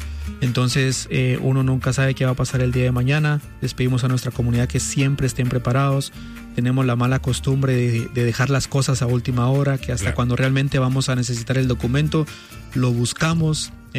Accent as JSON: {"language": "Spanish", "country": "Guatemala", "said": "nosotros como guatemaltecos estamos aquí para apoyarnos, no para estorbarnos"}